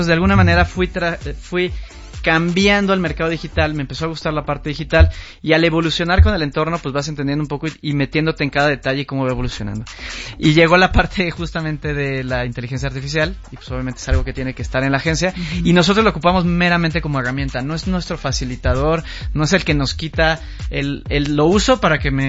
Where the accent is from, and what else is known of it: Mexico; moved away as an adult; now in Spain